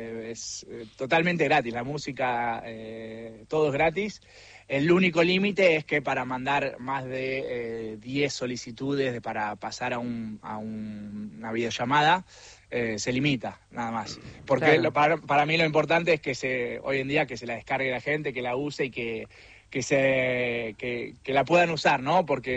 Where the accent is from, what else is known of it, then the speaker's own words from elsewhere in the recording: Argentina; moved away as an adult; also born or lived in Brazil; now in Montpellier, France; tenía ganas de volver a Argentina con mis amigos